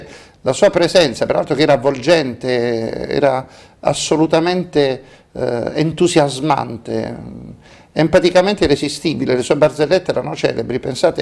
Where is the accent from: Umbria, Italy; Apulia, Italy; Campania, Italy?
Apulia, Italy; Barletta; born there; also born or lived in Taranto; No, io sono nato a Barletta da genitori di Andria, andriesi.